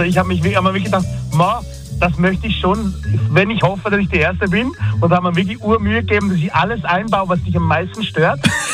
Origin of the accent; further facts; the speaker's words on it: Switzerland; und als Schweizer feiere ich die natürlich